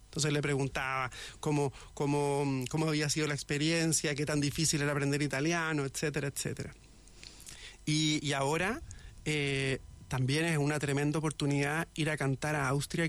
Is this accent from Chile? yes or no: yes; Chile; Yo soy bien devoto de la Virgen del Carmen como buen chileno